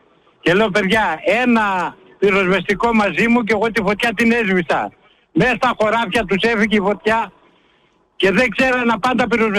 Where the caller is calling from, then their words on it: Reokastro, Central Macedonia, Greece; Από το Ρεόκαστρο είμαι ρε παιδιά